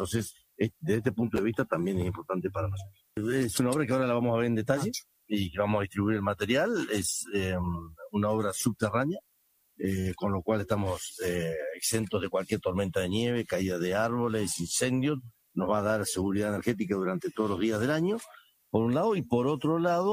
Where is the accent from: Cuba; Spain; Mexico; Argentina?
Argentina; Patagonia; somos todos patagónicos, somos todos federales y todos somos hombres del interior del país